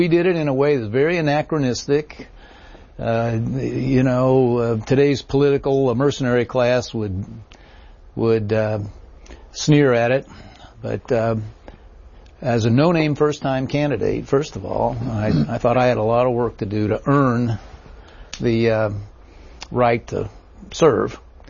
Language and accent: English; Bristol, Tennessee, United States; You know, I'm a hick from Bristol, Tennessee.